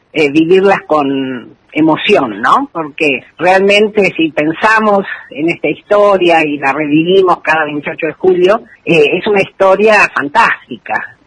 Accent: Chubut, Argentina; un orgullo para los descendientes galeses y también para los habitantes del Chubut, que en los orígenes de nuestra provincia aparezca esta historia

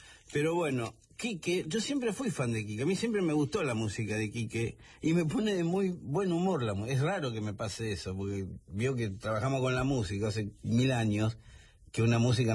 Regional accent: Buenos Aires, Argentina; Bueno, sí, Buenos Aires de predictadura. Sí, usted sabe que yo crecí en la Galería del Este.

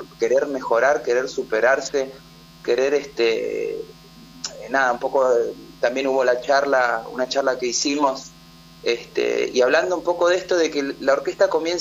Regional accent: Neuquén, Argentina; also born or lived in Comodoro Rivadavia / Mar del Plata / Salta / Dolores; Yo nací en Comodoro Rivadavia, después viví mi infancia en Neuquén.

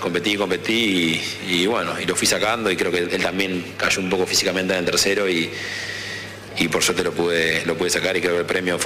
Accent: Argentina; siendo argentino, jugando acá.

